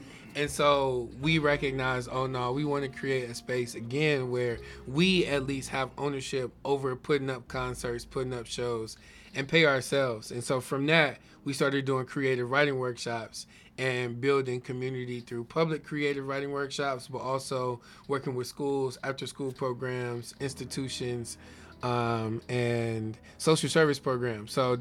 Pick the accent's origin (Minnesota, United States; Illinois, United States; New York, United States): Illinois, United States; Chicago; now in Cleveland, United States; I am a spoken word artist. I am from Chicago, but I live in Cleveland currently.